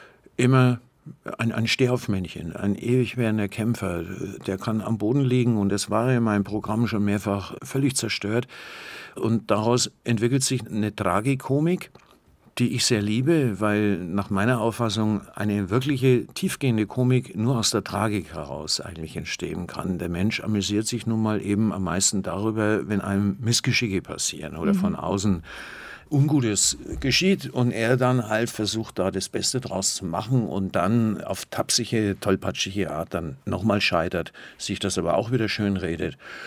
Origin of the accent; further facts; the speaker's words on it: Bavaria, Germany; accent: Franconian; Und zum anderen wollte ich mich natürlich meiner Heimat, meinem Dialekt, nicht verweigern und habe gleichzeitig auch Fränkisch gesprochen.